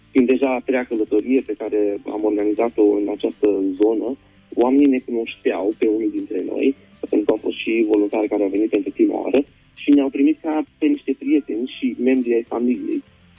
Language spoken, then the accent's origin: Romanian; Romania; Noi venim din România cu scule profesionale, cu șuruburi pentru lemn, ca să putem lucra mai eficient.